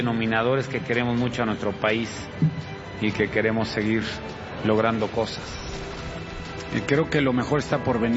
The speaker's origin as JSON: {"language": "Spanish", "country": "Mexico", "said": "¿no? Estoy en mi país, en el mundial. Pues es muy, muy emotivo y es para mí un orgullo. ¿Qué quieres que te diga? Un orgullo estar aquí frente a todos ustedes, representando a mi selección mexicana."}